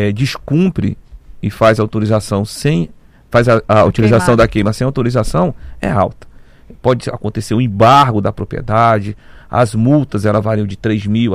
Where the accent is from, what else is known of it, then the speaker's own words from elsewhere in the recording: Roraima, Brazil; Sou roraimense aqui, Macuxi. E eu estava entrando na faculdade, na UFRR.